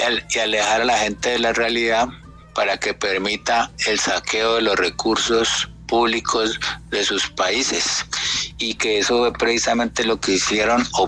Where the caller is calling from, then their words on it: Cali, Valle del Cauca, Colombia; le hablo desde Cali